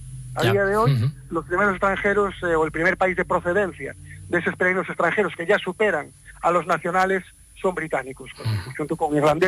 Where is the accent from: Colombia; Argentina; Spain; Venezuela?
Spain; Pontedeume, Galicia; yo suelo ser muy ecuánime con lo de mi pueblo y me reafirmo, ¿no?, que es uno de los entornos más bonitos de Galicia. Pontedeume es un municipio